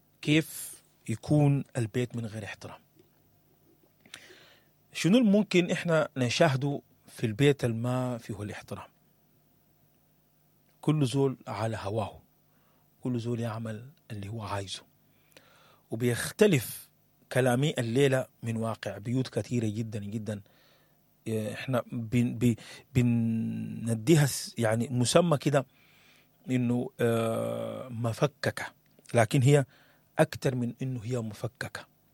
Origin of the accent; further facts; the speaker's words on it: Sudan; انا سوداني